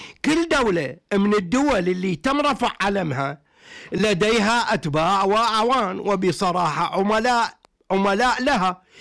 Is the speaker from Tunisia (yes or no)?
no; Iraq; إلا في بلدنا العراق،